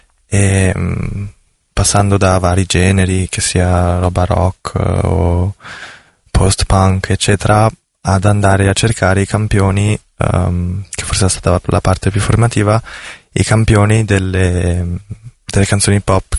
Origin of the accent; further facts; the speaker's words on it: Milan, Lombardy, Italy; also born or lived in Amsterdam; Sì, sono nata a Milano nel 2002 e cresciuta qui fino a tipo i 18 anni, in cui ho vissuto 2 anni ad Amsterdam per poi tornare qui. E, mio papà è di origine greca o turca, però è nato qua